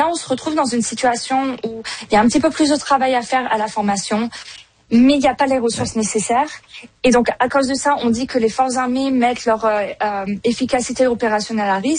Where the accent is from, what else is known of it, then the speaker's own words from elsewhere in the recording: France; moved away as an adult; now in Canada; comme vous pouvez l'entendre, je suis française